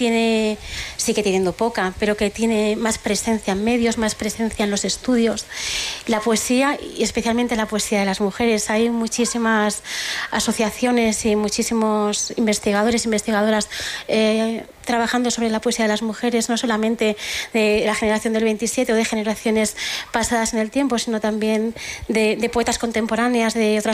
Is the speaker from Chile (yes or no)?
no; Soria, Castile and León, Spain; now in Madrid, Spain; la verdad es que en Soria, te voy a confesar que venimos de Madrid, pero jugamos en casa porque somos sorianas, y la verdad es que estar en Soria siempre es estar en casa.